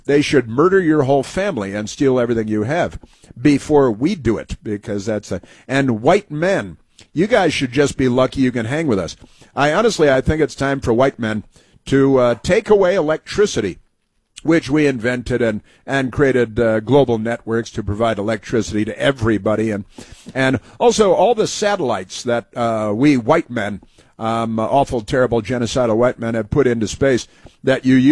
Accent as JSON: {"language": "English", "country": "United States", "said": "white guys in America"}